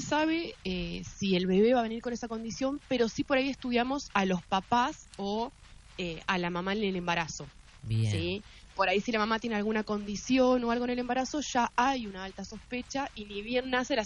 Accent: Concepción del Uruguay, Entre Ríos, Argentina; moved away; also born or lived in Buenos Aires; soy de Concepción, viví muchos años en Buenos Aires y hace 2 años y medio casi que ya estoy viviendo en Concepción

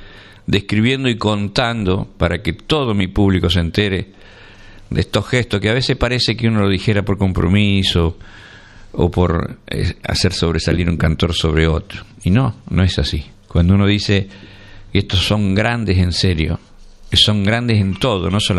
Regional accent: Argentina; somos argentinos

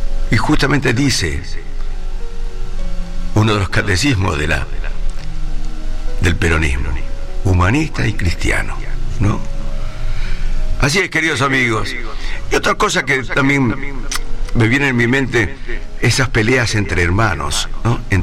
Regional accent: Estanislao del Campo, Formosa, Argentina; born there; llegamos más precisamente a mi pueblo querido, Estanislao del Campo.

